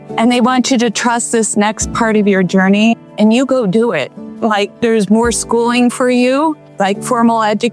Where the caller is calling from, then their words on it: Florida, United States; Broward, Florida.